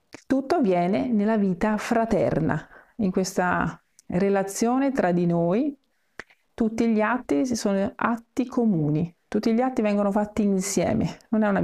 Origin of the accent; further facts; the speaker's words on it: Venice, Veneto, Italy; now in Bastia Umbra, Italy; vengo da Venezia e sono una monaca benedettina